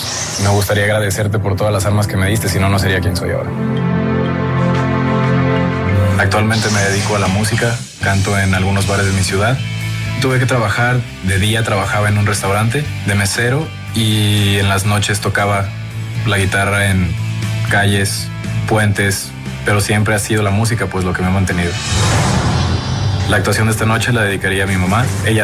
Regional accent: Guadalajara, Jalisco, Mexico; moved away as an adult; now in Mexico City, Mexico; tengo 23 años y soy de Guadalajara, Jalisco.

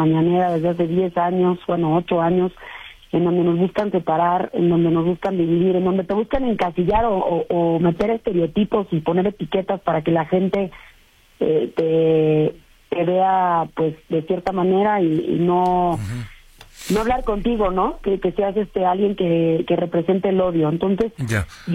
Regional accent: Mexico; Yo me considero una mexicana, ¿no?

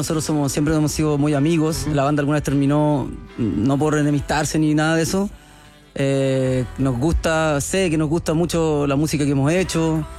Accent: Los Ángeles, Biobío, Chile; Ah, que somos de Los Ángeles.

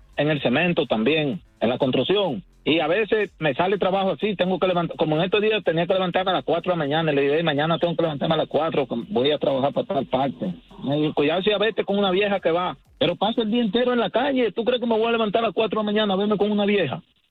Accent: Dominican Republic; yo estoy haciendo una casita allá en mi país, y cuando yo me voy allá a mi país, yo duro hasta un mes y medio allá

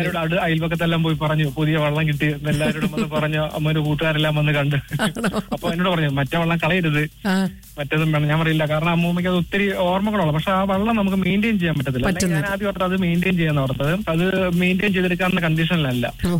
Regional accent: Arpookara, Kerala, India; കോട്ടയം, കോട്ടയം, കോട്ടയം ആർപ്പുക്കര എന്ന് പറയും medical college ഹോസ്പിറ്റലിന്റെ അടുത്തേ നമ്മുടെ വീടെല്ലാം വരുന്നത്.

